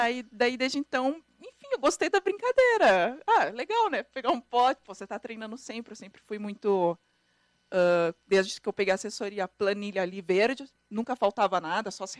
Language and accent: Portuguese; Porto Alegre, Rio Grande do Sul, Brazil; Daí eu decidi fazer em Porto Alegre, que era, enfim, onde eu cresci, né?